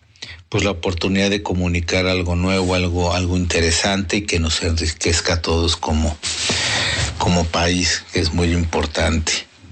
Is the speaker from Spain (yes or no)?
no; Mexico